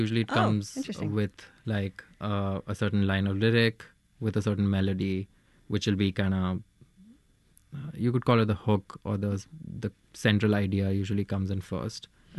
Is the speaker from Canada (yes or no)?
no; Jaipur, Rajasthan, India; moved away as an adult; also born or lived in New Delhi / New York City; now in Los Angeles, United States; I'm in India a lot, in New Delhi and in Jaipur. I grew up in Jaipur, which is a, you know, city near New Delhi. And so I have a home there, which is my childhood home. But now I kind of also live out of Delhi.